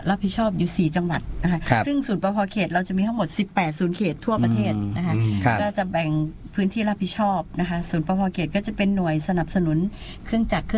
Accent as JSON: {"language": "Thai", "region": "Ubon Ratchathani", "country": "Thailand", "said": "ก็เป็นคนอุบลค่ะรักอุบลค่ะ"}